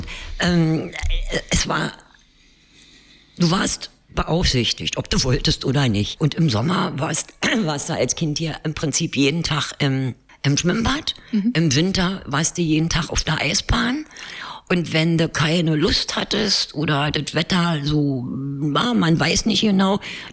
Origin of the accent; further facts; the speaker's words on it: Berlin, Germany; Weil ich mich hier immer wohl gefühlt habe. Also ich habe es immer irgendwie als, ja, meine Heimat.